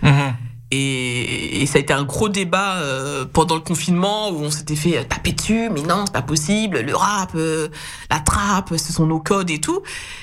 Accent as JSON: {"language": "French", "region": "Antilles", "country": "France", "said": "pour nous, ultramarins"}